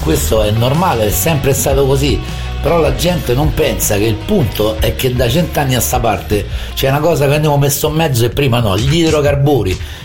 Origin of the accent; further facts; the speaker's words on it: Rome, Lazio, Italy; Io sono di Monteverde, ragazzi, e c'ho Villa Manfredicino, e che abbia niente, fa caldo pure a Monteverde